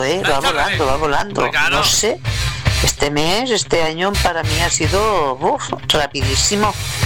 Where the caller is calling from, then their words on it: Sabadell, Catalonia, Spain; de Sabadell.